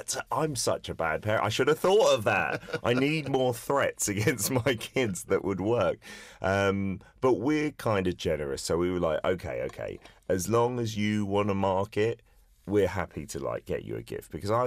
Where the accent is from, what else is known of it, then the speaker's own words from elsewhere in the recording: United Kingdom; moved away; growing up as a Brit